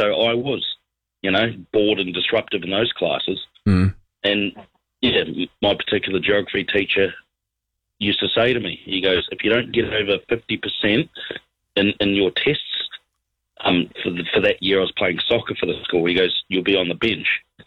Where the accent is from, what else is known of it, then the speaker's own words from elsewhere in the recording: Christchurch, Canterbury, New Zealand; I mean, I'm from Christchurch